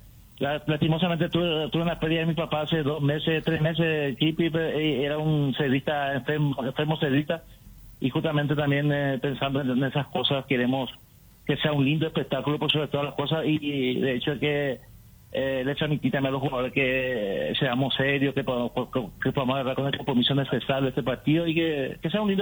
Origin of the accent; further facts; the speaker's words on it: Pastoreo, Itapúa, Paraguay; yo soy de Pastoreo, la ciudad de Pastoreo.